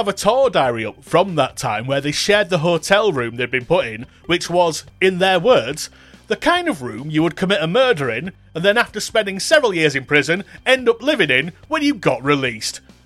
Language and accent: English; Keighley, Yorkshire and the Humber, United Kingdom; my hometown Keighley